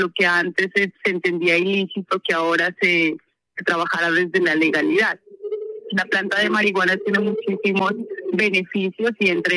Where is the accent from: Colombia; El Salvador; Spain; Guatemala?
Colombia; Pupiales, Nariño; born there; yo soy una ciudadana del departamento de Nariño. Nací en Pupiales, Nariño, a 3.150 metros sobre el nivel del mar.